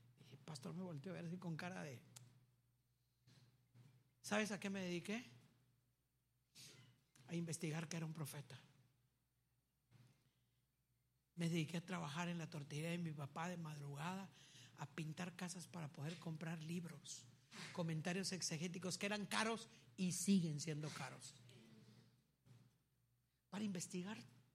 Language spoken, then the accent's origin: Spanish; Tapachula, Chiapas, Mexico; now in Monterrey, Mexico; cuando yo vine hace 45 años, 44 años. Me vengo desde Tapachula en autobús. ¿Tiene usted una idea de qué es venir desde Tapachula en autobús?